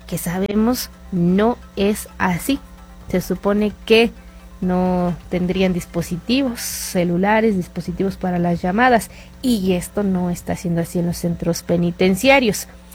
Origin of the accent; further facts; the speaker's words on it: Mexico; como mexicanos, a todo le buscamos y a todo le encontramos.